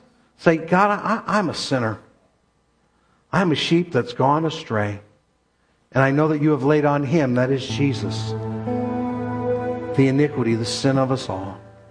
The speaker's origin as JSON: {"language": "English", "country": "United States", "tie": "born there", "said": "I was born in America"}